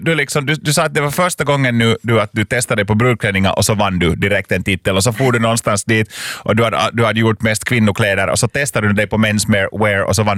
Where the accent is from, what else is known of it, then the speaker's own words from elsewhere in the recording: Lappträsk, Uusimaa, Finland; Så då sände vi från Lappträsk, från min hemkommun, på skottårsdagen.